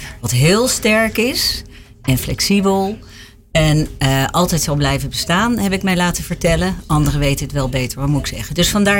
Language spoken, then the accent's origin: Dutch; Bosch en Duin, Utrecht, Netherlands; Want ik kom uit Bos en Duin